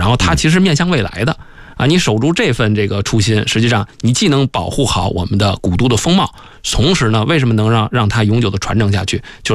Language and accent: Chinese; Beijing, China; 我其实自己从小在这长大